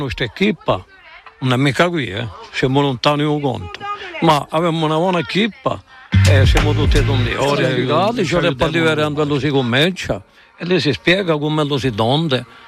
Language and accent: Italian; Penta-di-Casinca, Corsica, France; La Panta di Casinca.